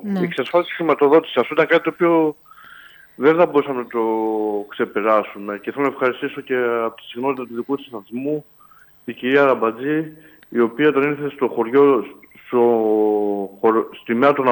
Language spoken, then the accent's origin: Greek; Chrysochorafa, Central Macedonia, Greece; Εμένα προσωπικά είναι το χωριό μου